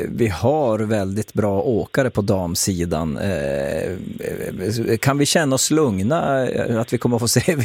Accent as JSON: {"language": "Swedish", "country": "Sweden", "said": "Ja, jag tycker det är otroligt fascinerande, vad bortskämda vi är som svenskar ska jag nästan vilja säga."}